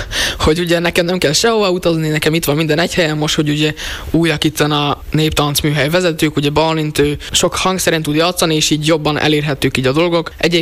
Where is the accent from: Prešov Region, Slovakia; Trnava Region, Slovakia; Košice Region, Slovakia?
Košice Region, Slovakia; Rožňava; Hát ide származunk, szóval nagyon tetszik.